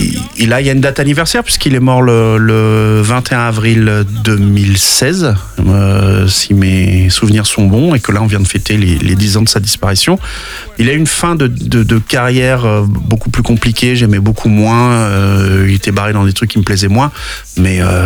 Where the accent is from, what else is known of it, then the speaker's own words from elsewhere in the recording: Montreuil, Île-de-France, France; ouais, je suis de Montreuil.